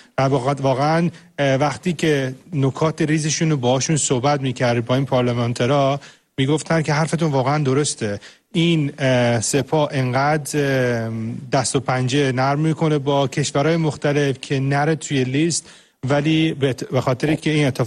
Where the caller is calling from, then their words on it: England, United Kingdom; وقتی که میفهمیدن از انگلیس میام،